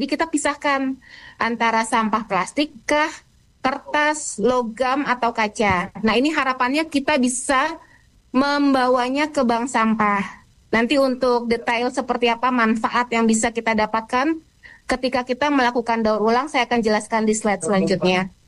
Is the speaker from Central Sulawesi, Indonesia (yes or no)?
no; East Nusa Tenggara, Indonesia; moved away; NTT, tempat kampung halaman saya